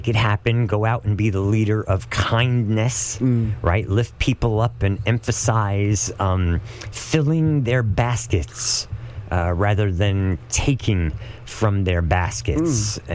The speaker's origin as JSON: {"language": "English", "town": "New York City", "region": "New York", "country": "United States", "tie": "born or raised there", "said": "growing up in New York City"}